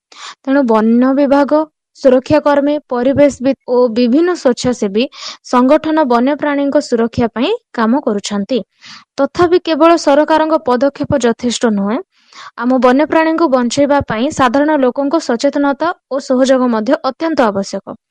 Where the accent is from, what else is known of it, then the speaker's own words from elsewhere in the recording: Jeypore, Odisha, India; ଓ ମୁଁ ଜୟପୁରରୁ ବିଲଙ୍ଗ କରୁଛି।